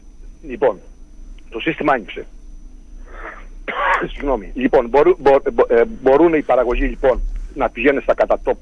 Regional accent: Crete, Greece; εγώ ως Έλληνας

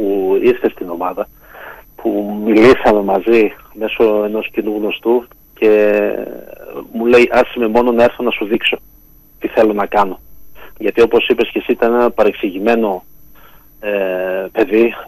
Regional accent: Greece; born there; now in Veria, Greece; έχει 2 χρόνια που είμαι, που έχω μετακομίσει στην πατρίδα μου

